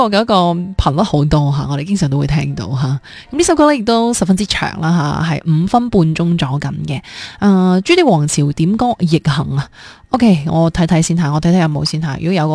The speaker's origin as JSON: {"language": "Cantonese", "region": "Guangdong", "country": "China"}